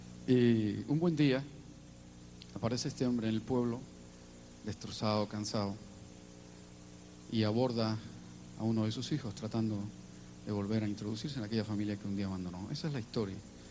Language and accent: Spanish; Canary Islands, Spain; moved away as an adult; de un pueblo cercano al mío, en Gran Canaria